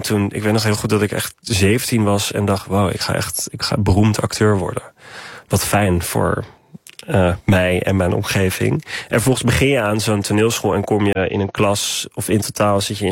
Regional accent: Haarlem, North Holland, Netherlands; Wij komen uit Haarlem. Shout-out naar Haarlem. Love Haarlem, maar...

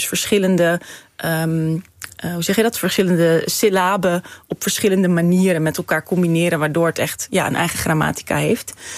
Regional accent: Grosthuizen, North Holland, Netherlands; born there; heel veel tijd doorgebracht met de kippen in mijn geboortedorp Grosthuizen.

